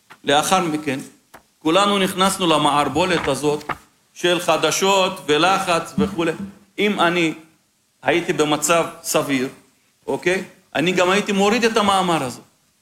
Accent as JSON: {"language": "Hebrew", "town": "Lod", "region": "Central District", "country": "Israel", "tie": "born or raised there", "also_born_or_lived": "Ramla / Jaffa", "said": "אני גדלתי בלוד, רמלה ויפו. אלה האנשים שלי, זאת הסביבה הטבעית שלי."}